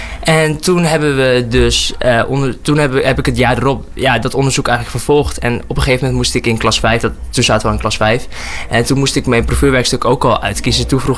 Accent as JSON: {"language": "Dutch", "country": "Myanmar", "lives_now": "Netherlands", "said": "ik zeg zelf altijd … maar ik kom oorspronkelijk uit Myanmar. In het Nederlands zeg, ik bedoel, in Burmees zeggen we"}